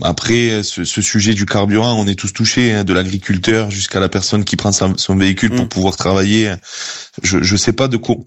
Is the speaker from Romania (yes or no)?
no; France; on est français